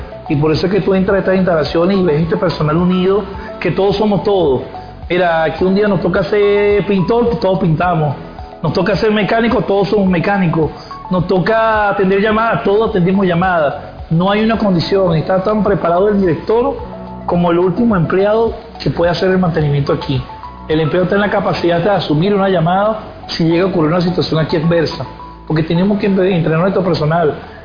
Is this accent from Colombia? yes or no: no; Venezuela; uno como venezolano, como funcionario